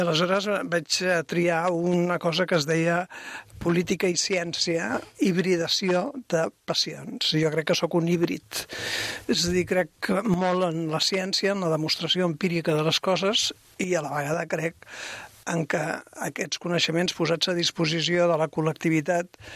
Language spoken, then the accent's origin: Catalan; Mollet del Vallès, Catalonia, Spain; per al Mollet, poble que hi ha dintre de la ciutat actual